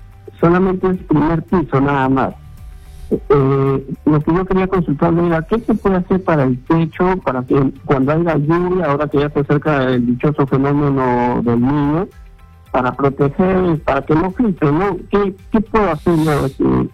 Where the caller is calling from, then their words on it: Lima, Peru; le estoy llamando de San Juan de Liganzo.